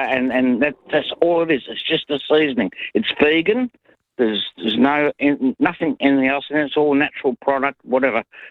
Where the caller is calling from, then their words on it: Perth, Western Australia, Australia; I live right at the end of 03 at Perth Airport.